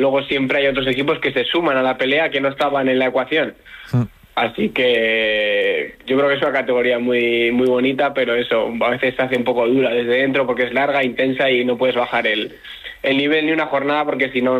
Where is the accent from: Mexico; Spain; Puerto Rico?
Spain; Bilbao, Basque Country; Yo pues soy de Bilbao y estoy muy cerca y llevo ya muchos años en este club.